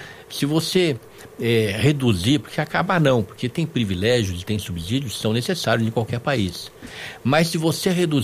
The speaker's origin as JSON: {"language": "Portuguese", "country": "Brazil", "said": "como brasileiro, como cidadão"}